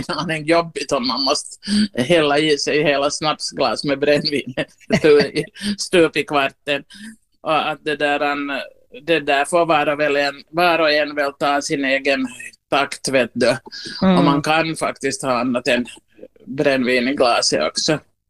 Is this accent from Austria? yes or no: no; Ostrobothnia, Finland; där har jag läst mitt liv helt i lugn och ro som österbottning utan kräftskivor.